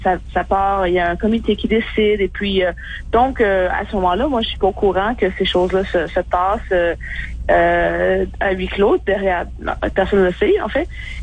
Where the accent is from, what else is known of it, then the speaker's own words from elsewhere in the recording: Quebec, Canada; now in Ontario, Canada; Bien sûr, je viens du Québec.